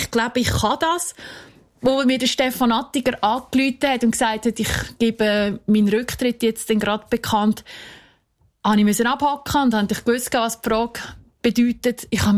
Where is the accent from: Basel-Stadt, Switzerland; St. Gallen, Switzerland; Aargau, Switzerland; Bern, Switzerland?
Aargau, Switzerland; Ich bin Aargauerin, dort fangen wir mal an.